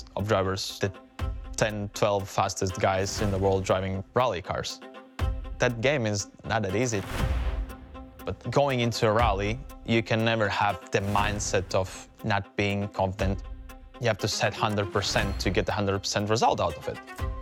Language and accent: English; Latvia; English is a second language; In my hometown, people recognize me, so it means that they care about what we do. It's really nice, but at the same time, still I'm not very used to it, to be honest. Coming from a smaller country, we are very proud of what we have achieved, and you can feel that the whole Latvia is beh